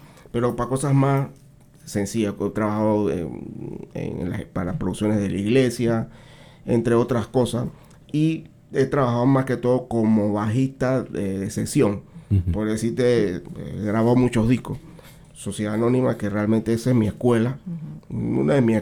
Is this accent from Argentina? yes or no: no; Panama; yo le hice como buen panameño una nivelación